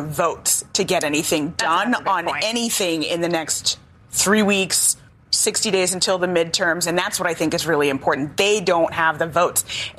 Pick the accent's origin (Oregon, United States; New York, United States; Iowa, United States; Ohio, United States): Oregon, United States; I grew up in Oregon. We voted by mail, like, from the beginning of time.